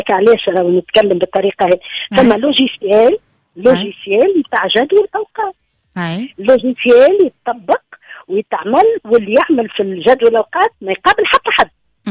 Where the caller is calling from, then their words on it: Tunis, Tunis Governorate, Tunisia; أنا من العاصمة من تونس